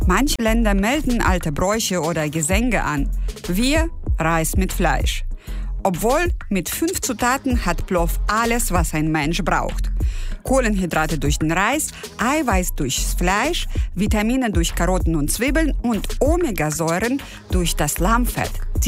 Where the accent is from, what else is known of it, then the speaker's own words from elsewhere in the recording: Uzbekistan; In meiner Heimat Usbekistan leben Religionen erstaunlich friedlich miteinander.